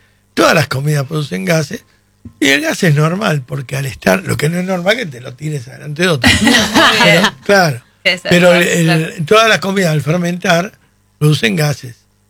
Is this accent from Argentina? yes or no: yes; Argentina; viste que los argentinos somos bárbaros.